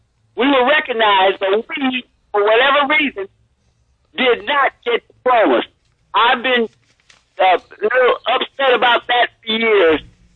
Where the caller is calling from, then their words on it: Cleveland, Ohio, United States; So I've been a Buckeye for a while, coming out of this place called Cleveland, Ohio.